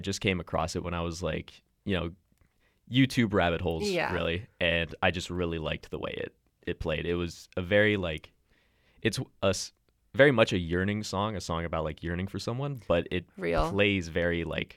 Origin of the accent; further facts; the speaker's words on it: Canada; I'm a Canadian citizen since my birth.